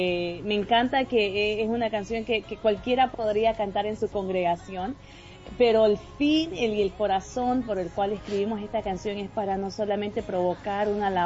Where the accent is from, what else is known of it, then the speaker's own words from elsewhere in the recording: Bolivia; now in United States; yo soy de Bolivia